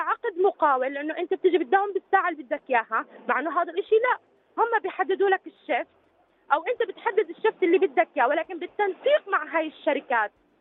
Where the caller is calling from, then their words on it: Jordan; عندنا في الأردن